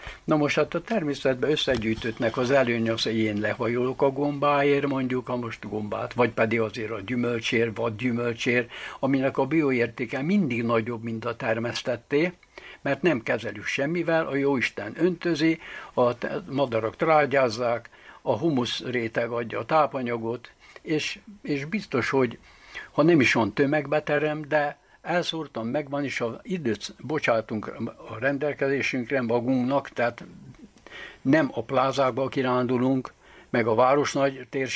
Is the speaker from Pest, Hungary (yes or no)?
no; Baranya, Hungary; ott a mecsek lankáin hamar megismertük gyerekkorunkba.